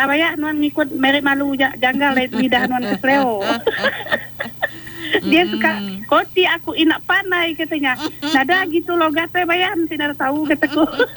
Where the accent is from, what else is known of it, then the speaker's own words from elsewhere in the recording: Indonesia; born there; moved away; also born or lived in Riam Kijang; Kelahiran saya Lebak Ubah, Kak Elin.